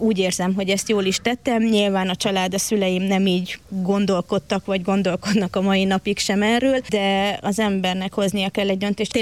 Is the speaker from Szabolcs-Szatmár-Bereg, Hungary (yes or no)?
no; Eger, Heves, Hungary; Én egri gyerek vagyok, nekem ez nem adódott egyértelműen, hogy nekem ez lesz az utam